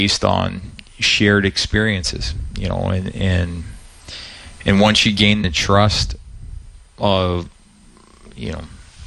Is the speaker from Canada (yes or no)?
yes; Ontario, Canada; accent: Canadian; now in United States; I am proudly now a dual citizen, but yes, I grew up in Southern Ontario.